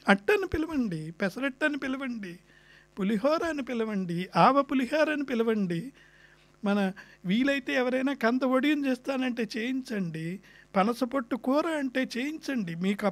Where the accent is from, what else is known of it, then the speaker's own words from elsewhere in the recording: West Godavari district, Andhra Pradesh, India; moved away as an adult; now in Sydney, Australia; మాది పశ్చిమ గోదావరి జిల్లా